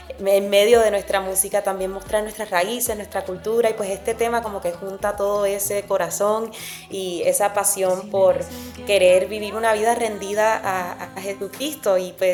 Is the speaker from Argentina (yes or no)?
no; Puerto Rico; now in Los Angeles, United States; yo soy de acá de Los Ángeles, pero mi familia es cubana, yo crecí en Puerto Rico